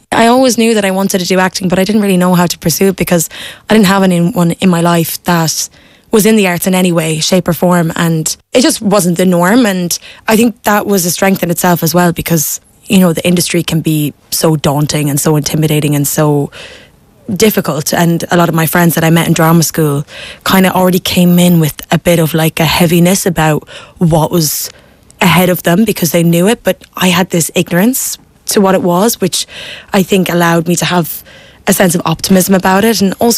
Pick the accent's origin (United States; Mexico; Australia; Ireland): Ireland; Munster; moved away; I'm from Clare